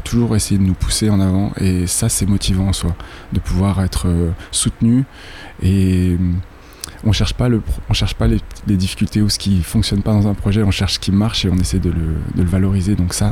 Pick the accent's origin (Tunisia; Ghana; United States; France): France; moved away as an adult; also born or lived in Quebec, Canada; en tant que Français ou en tant qu'Européen ici